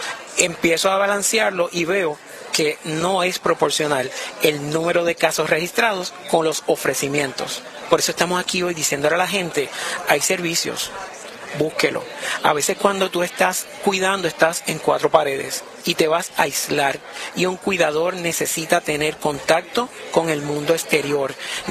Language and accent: Spanish; Aguada, Puerto Rico